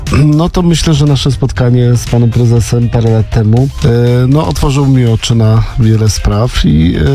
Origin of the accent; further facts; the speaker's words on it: Grudziądz, Kuyavian-Pomeranian Voivodeship, Poland; jestem z Grudziądza